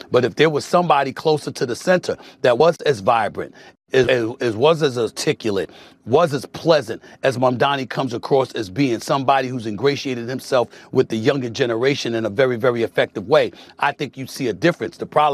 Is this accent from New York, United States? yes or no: yes; New York, United States; I'm here to tell you as a New Yorker that Andrew Cuomo, a three-term governor in the state of New York, could have easily handled the job of governing New York City as its mayor.